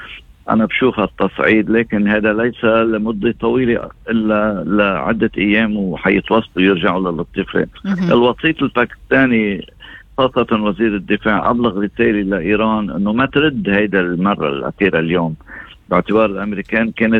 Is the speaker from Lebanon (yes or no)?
yes; Lebanon; نحن اللبنانيين